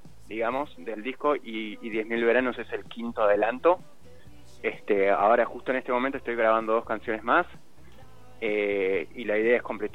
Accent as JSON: {"language": "Spanish", "town": "Don Torcuato", "region": "Buenos Aires Province", "country": "Argentina", "said": "soy un artista independiente, solista de Zona Norte, más precisamente de Don Torcuato, Tigre."}